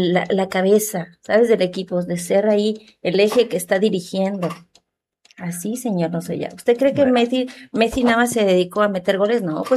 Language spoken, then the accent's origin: Spanish; Santiago, Colima, Mexico; Señor, en mi pueblo andamos ya a dos de independizarnos